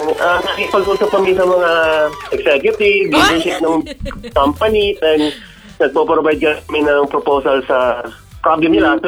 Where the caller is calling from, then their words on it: Trece Martires, Calabarzon, Philippines; ng 13 Martires.